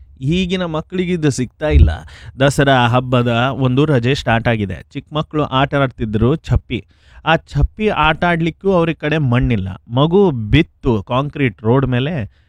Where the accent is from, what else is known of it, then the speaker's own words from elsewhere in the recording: Belagavi, Karnataka, India; And ನಾನು ಬಾಲ್ಯದಿಂದ ನೋಡ್ತಾ ಬಂದಿದ್ದೇನೆ ನನ್ನ ಪ್ರೀತಿಯ ಬೆಳಗಾವಿ, ಕುಂದಾನಗರಿ ಬೆಳಗಾವಿ ಅಂತಿದ್ವಿ ನಾವು.